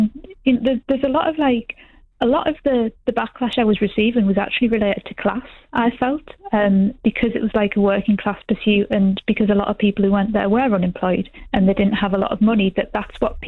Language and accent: English; Middlesbrough, North East England, United Kingdom; So, you know, I'm from Middlesbrough born and bred, but I grew up in Acklam